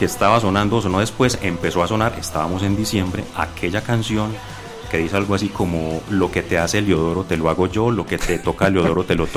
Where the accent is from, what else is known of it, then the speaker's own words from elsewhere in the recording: La Ceja, Antioquia, Colombia; yo soy del municipio de La Ceja.